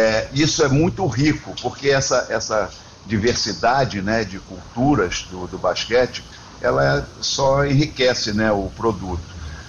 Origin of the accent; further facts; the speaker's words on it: Rio de Janeiro, Brazil; also born or lived in São Paulo; now in Fortaleza, Brazil; Eu sou paulista também, paulista, criado no Rio de Janeiro, vivi por esse mundo afora, né? Hoje estou aqui em Fortaleza.